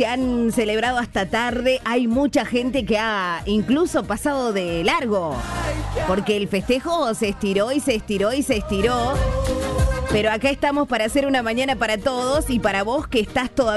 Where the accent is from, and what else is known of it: Argentina